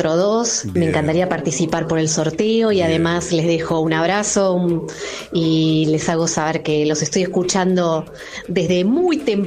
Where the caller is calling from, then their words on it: Remedios de Escalada, Buenos Aires Province, Argentina; de Lomas de Zamora, de Remedios de Escalada.